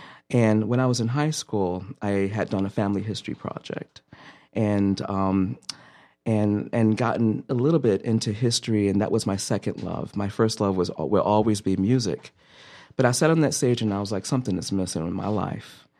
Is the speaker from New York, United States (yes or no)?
yes; Rochester, New York, United States; lived on the east side, and we grew up financially insecure. So we grew up in Chatham Gardens